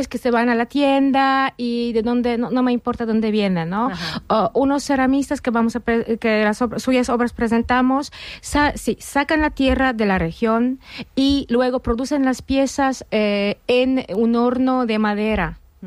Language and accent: Spanish; Kraków, Lesser Poland, Poland; Spanish is a second language; now in Madrid, Spain; yo vengo de ahora de Madrid, pero yo soy de Cracovia, entonces del sur de Polonia